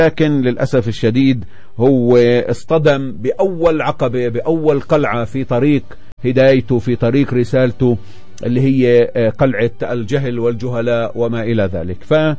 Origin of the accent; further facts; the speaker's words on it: Palestine; احنا اليوم كفلسطينية